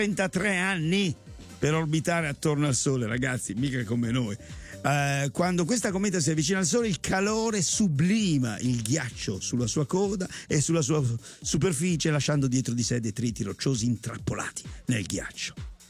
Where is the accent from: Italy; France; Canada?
Canada; essendo canadese sono un membro del Commonwealth. Sotto i 30 forse si parla di centimetri, ma di età, ahimè, siamo al di là.